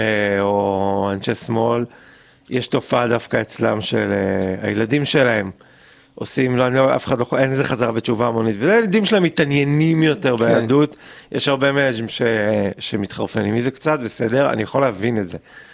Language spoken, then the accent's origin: Hebrew; Central Israel, Israel; אני גדלתי במרכז.